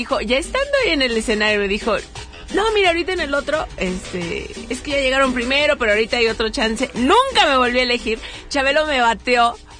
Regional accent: Monterrey, Nuevo León, Mexico; also born or lived in Tamaulipas; Yo soy norteña.

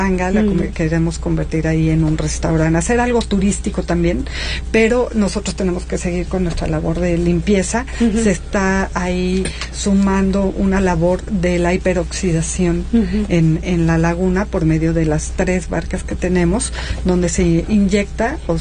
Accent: Teziutlán, Puebla, Mexico; moved away; soy teciuteca 100%

